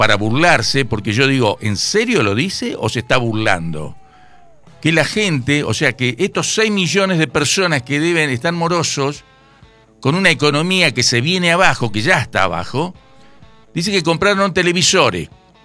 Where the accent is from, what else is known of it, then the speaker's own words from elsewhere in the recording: Argentina; nos está representando a 48 millones de argentinos